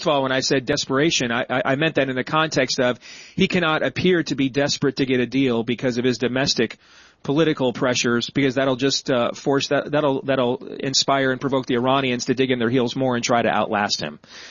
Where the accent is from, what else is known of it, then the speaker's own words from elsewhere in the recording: Iowa, United States; I think in my home state, Randy Feenstra was kind of the dying gasp of that.